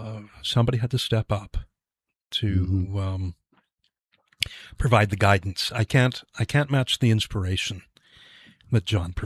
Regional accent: New Jersey, United States; moved away as an adult; also born or lived in The Bronx, New York; now in Nashua, United States; I was born in the Bronx, New York, and grew up in New Jersey.

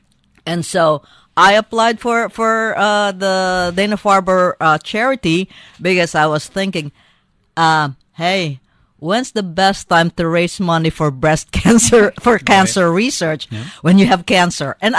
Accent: Philippines; I called the Philippines my home country.

